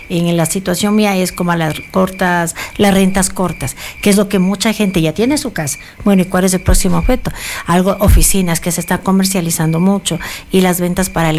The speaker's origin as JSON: {"language": "Spanish", "country": "Ecuador", "moved": "yes", "lives_now": "United States", "said": "Yo soy ecuatoriana."}